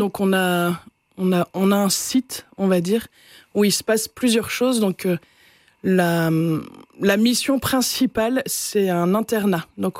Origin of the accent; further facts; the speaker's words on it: Lille, Hauts-de-France, France; je suis originaire de Lille.